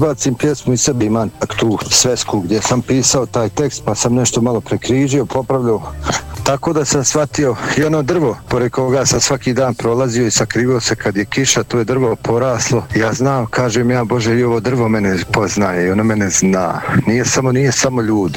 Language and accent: Bosnian; Bosnia & Herzegovina; Ja sam bio Bosanac